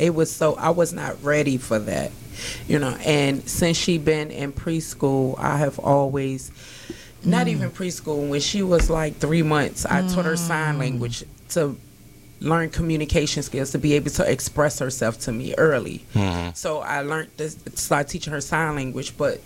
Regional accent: United States; You know, I'm from the United States.

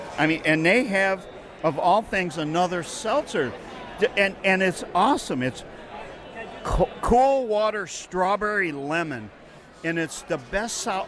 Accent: Penfield, New York, United States; All right, so I grew up in Penfield. And the Daisy Flour Mill was there since I was 5 years old.

